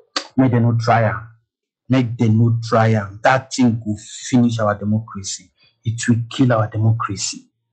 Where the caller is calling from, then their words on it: Abuja, Federal Capital Territory, Nigeria; I'm calling from Abuja.